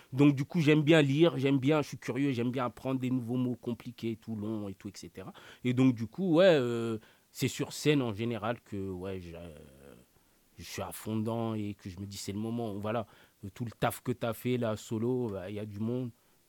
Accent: France; born there; je suis né en France, je me sens français.

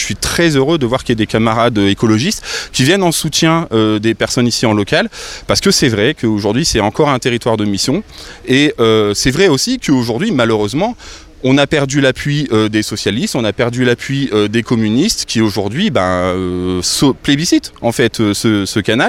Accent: Oisy-le-Verger, Hauts-de-France, France; also born or lived in Douai; Moi, je suis né à Douai, mais j'ai fait de 6 ans à 22 ans à Oisil-Verger, j'ai habité ici, donc je connais bien, c'est ma coin, comme on dit.

